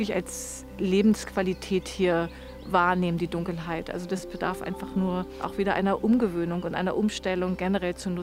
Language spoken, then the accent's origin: German; Mecklenburg-Vorpommern, Germany; ich bin Mecklenburgerin und trotzdem bin ich immer noch so voller Demut